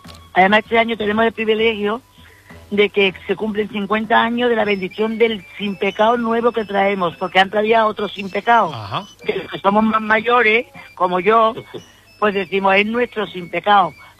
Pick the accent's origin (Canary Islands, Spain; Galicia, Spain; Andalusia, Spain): Andalusia, Spain; Villanueva del Ariscal